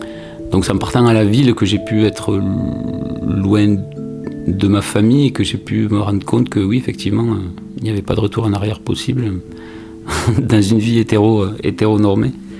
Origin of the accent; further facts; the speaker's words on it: Labastide-Rouairoux, Occitanie, France; Alors j'ai grandi à Lavastide-Rouéroux, donc tout petit village du bout du Tarn. Je crois que c'est un village de 1000-1200 habitants à l'époque.